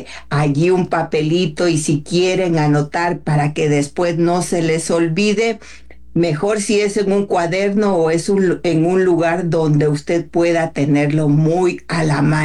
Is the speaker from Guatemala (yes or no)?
yes; Guatemala; now in Mexico; hablando como guatemalteca